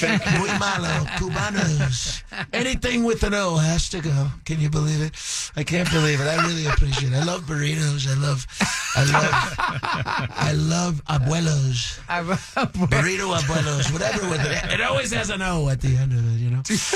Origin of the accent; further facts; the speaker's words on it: Nigeria; Especially foreigners, we like, because I'm Nigerian.